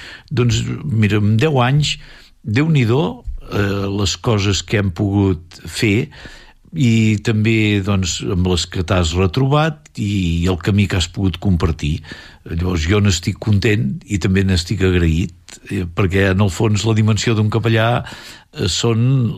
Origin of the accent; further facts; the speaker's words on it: Hostalets d'en Bas, Catalonia, Spain; also born or lived in Rupit i Pruit; Però als 4 anys vaig anar a Hostalets d'en Bas, i llavors jo sempre dic soc d'Hostalets, perquè simplement doncs vaig estar 4 anyets que no recordo, de Rupit i Pruit, i acabat doncs Hostalets, i per tant de la Vall d'en Bas.